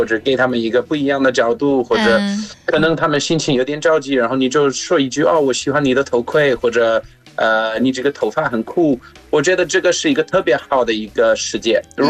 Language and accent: Chinese; South Africa; Chinese is a second language; now in China; 在南非长大，我们必须说早上好下午好，连现在我跟我爸在一起在南非，或者他是葡萄牙人